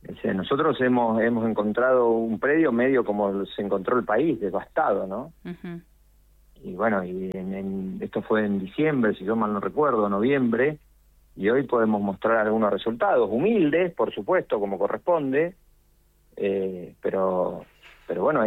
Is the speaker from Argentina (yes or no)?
yes; Argentina; nosotros como argentinos somos bastante olvidadizos de algunas cosas.